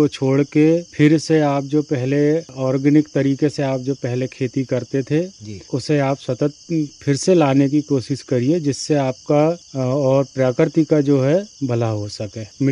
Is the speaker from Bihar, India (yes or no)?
no; Bangaon, Madhya Pradesh, India; मैं ग्राम बनगांव से हूँ, जिला छिंदवाड़ा।